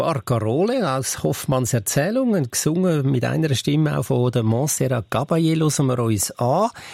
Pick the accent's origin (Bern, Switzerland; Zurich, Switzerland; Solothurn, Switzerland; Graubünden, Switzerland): Zurich, Switzerland; Also, als Zürcher würde ich sagen, er seich warm ist dann nachher, oder? Der See.